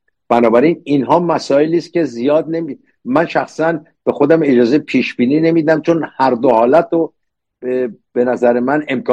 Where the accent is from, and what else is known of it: Iran; moved away